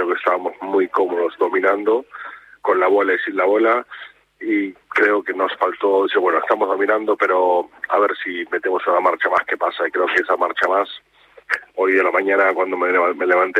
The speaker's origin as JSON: {"language": "Spanish", "country": "Argentina", "said": "y creo que como argentino lo he disfrutado, pero vamos, con todo mi coro."}